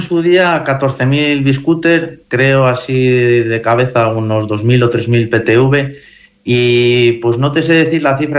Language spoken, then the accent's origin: Spanish; Aguilar de Campoo, Castile and León, Spain; No, yo de hecho soy de Aguilar de Campo.